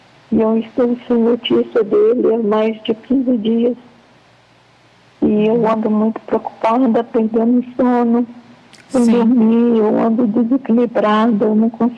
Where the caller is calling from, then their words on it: Juiz de Fora, Minas Gerais, Brazil; Eu falo de Juiz de Fora, Minas Gerais.